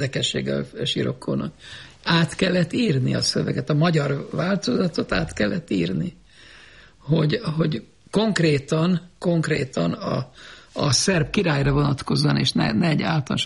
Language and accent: Hungarian; Hungary; moved away as an adult; also born or lived in Rome, Italy; Én idevaló vagyok.